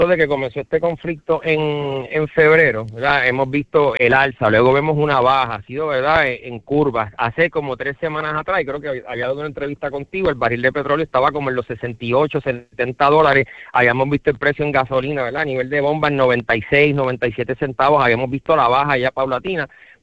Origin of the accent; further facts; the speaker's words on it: Cataño, Puerto Rico; yo soy de Cataño, vivo allí, allí me casé, allí estoy criando a mis hijos.